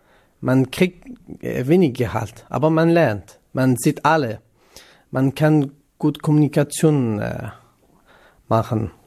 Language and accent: German; Iraq; German is a second language; moved away; Also meine Meinung, ich komme aus Irak. Ich kann jetzt Beispiel im Irak wieder leben, aber es ist nicht Sicherheit.